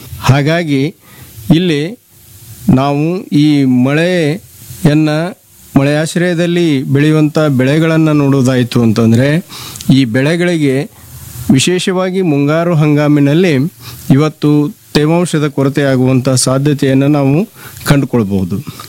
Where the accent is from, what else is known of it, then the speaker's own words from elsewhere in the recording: Gadag district, Karnataka, India; ನಮಗೆ ಆಗಬೇಕಾದಂಥ ಮಳೆ ಪ್ರಮಾಣಕ್ಕಿಂತ ಕಡಿಮೆ ಮಳೆ ನಮ್ಮ ಗದಗ ಜಿಲ್ಲೆಯಲ್ಲಿ ಆಗ್ತದೆ.